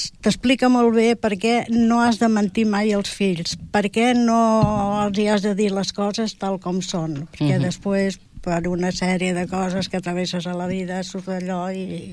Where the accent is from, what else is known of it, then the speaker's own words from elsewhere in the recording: Andalusia, Spain; born there; Jo vaig néixer a la província d'Almeria, en un poble mm-hmm, que es diu Oleila, que és molt maco.